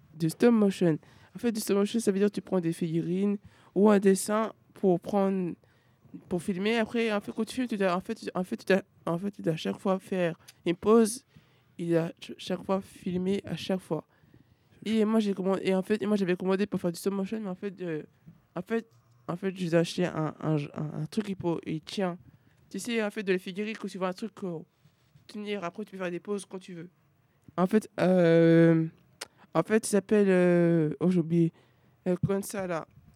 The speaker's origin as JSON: {"language": "French", "country": "Côte d’Ivoire", "said": "Moi je suis là, je suis ivoirien."}